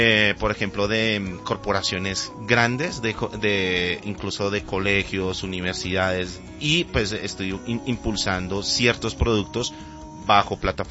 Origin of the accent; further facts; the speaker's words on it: Bogotá, Colombia; born there; moved away as an adult; also born or lived in Houston, United States; Bueno, yo soy bogotano, ya hace muchísimos mayos.